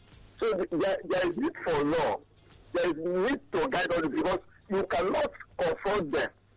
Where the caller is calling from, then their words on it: Eba, Nigeria; I'm from Eba.